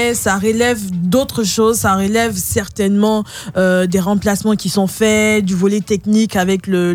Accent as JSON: {"language": "French", "country": "Côte d’Ivoire", "said": "Je dis la Côte d'Ivoire parce que je suis ivoirienne."}